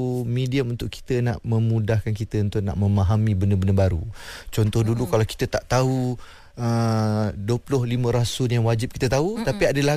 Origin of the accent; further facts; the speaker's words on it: Johor, Malaysia; Saya orang Johor.